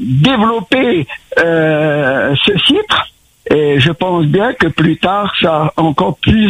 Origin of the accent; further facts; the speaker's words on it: Sainte-Anne, Réunion; moved away as an adult; now in Plaine des Palmistes, Réunion; je suis à Sainte-Anne, j'ai grandi à Sainte-Anne jusqu'à 30, 40 ans.